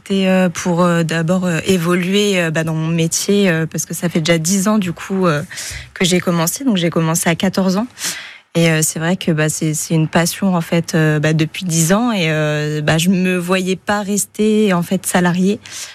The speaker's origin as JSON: {"language": "French", "town": "Le Mans", "region": "Pays de la Loire", "country": "France", "tie": "born or raised there", "said": "Moi, j'ai grandi au Mans"}